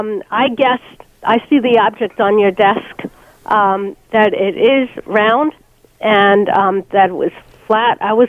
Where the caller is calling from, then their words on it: New York City, New York, United States; I'm in New York City.